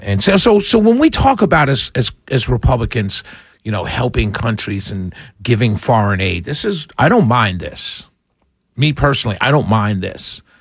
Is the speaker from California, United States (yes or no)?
no; New York City, New York, United States; And so I grew up in New York City.